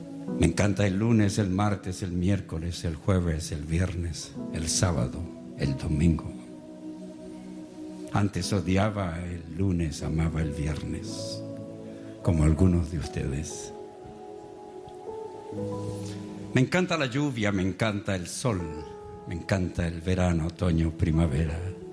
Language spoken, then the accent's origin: Spanish; Chile; born there; Yo nací en Chile, en una iglesia pentecostal, y pensaba que Dios era pentecostal y chileno.